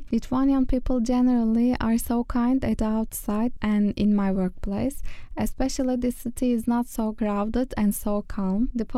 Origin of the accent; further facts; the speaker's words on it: Turkey; moved away as an adult; I'm from Turkey.